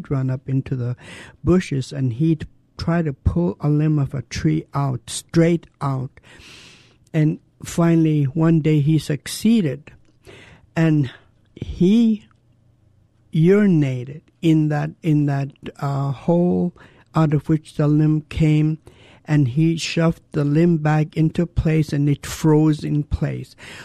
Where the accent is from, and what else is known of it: Douglas, Alaska, United States; born or raised there